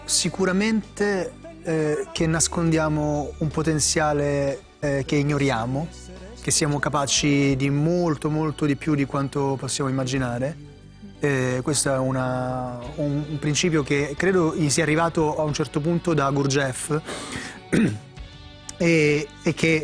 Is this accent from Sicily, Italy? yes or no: yes; Sicily, Italy; c'è intanto sicuramente una memoria che abbiamo genetica della sicilianità, ce la portiamo dietro nostro malgrado, e a un certo punto ci richiama sempre.